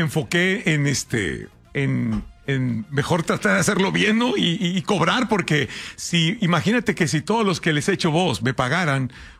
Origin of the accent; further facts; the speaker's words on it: Mexico; para los que somos de México